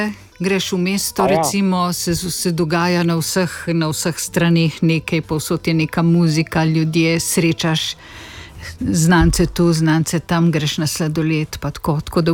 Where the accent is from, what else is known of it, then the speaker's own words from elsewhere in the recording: Lucija, Coastal–Karst, Slovenia; also born or lived in Piran; now in Ljubljana, Slovenia; Jaz sem zdaj v Ljubljani že desetletja, ampak drugače sem pa iz Lucije. Pa prej še iz Pirana nekaj let.